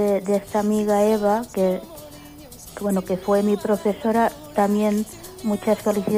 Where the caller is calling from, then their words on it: Tarragona, Catalonia, Spain; De Tarragona.